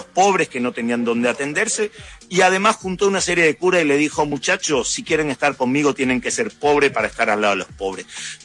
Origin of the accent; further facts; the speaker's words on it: Marbella, Andalusia, Spain; lo agarren en Marbella, mi tierra, por otro lado, donde van los jeques árabes